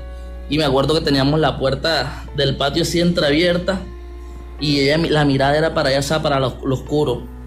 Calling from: Barranquilla, Atlántico, Colombia; Yo soy de acá, de Barranquilla.

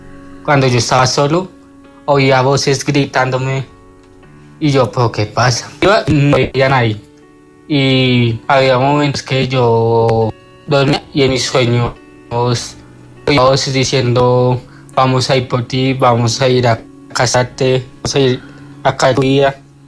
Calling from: Bogotá, Colombia; Desde Bogotá.

